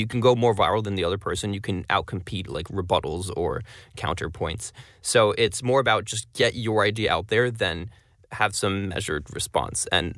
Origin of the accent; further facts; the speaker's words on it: Albany, New York, United States; my congressman where I grew up in Albany, New York, Paul Tonko.